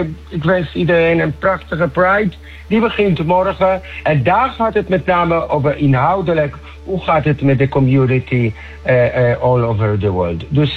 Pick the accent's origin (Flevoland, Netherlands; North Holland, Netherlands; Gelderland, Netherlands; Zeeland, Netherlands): North Holland, Netherlands; Amsterdam